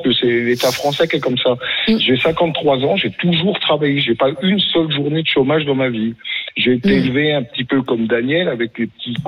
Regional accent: France; et pourtant je suis un Français moyen parce que on a le salaire.

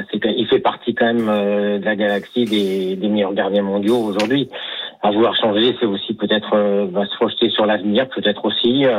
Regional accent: Paris, Île-de-France, France; Après, je dirais, en tant que Parisien, on aimerait bien qu'il y ait des derbies avec le Paris FC, le Red Star, avec le Paris Saint-Germain

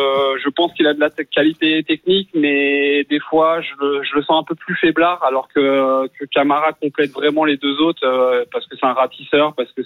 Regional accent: Rennes, Brittany, France; Alors en tant que Rennais, bah ça reste quand même pour moi des joueurs qui sont affiliés avec du jaune et du vert

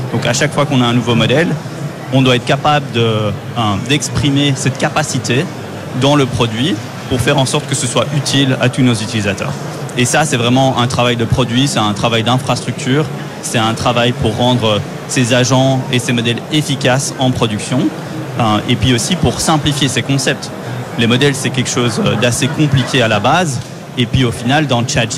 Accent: Brussels, Brussels-Capital Region, Belgium; moved away as an adult; now in San Francisco, United States; Je suis belge. De Bruxelles. D'origine, oui.

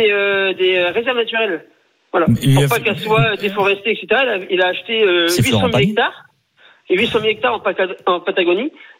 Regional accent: Hauts-de-France, France; pardon, je suis du Nord, mais rien de tout ça.

